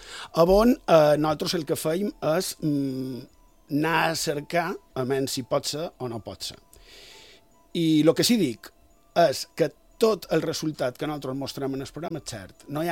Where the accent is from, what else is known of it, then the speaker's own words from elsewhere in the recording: Palma, Balearic Islands, Spain; ja som de ciutat, som de Palma, però vaig tenir la sort d'haver pogut viscut també part de la meva infantesa a la ruralia.